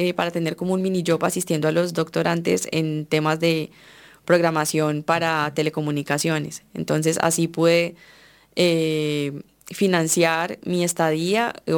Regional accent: Colombia

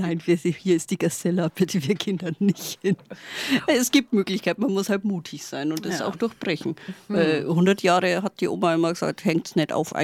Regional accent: Bavaria, Germany; accent: Upper Palatinate; das ist oberpfälzisch. Ich bin kein Franke und … das ist eben, manchmal bin ich so mutig, weil ich auf einem kleinen Dorf aufgewachsen bin.

